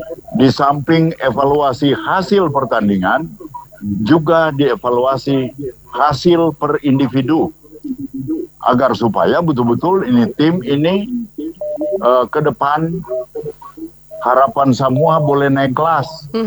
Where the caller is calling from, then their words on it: Bitung, North Sulawesi, Indonesia; dari Bitung.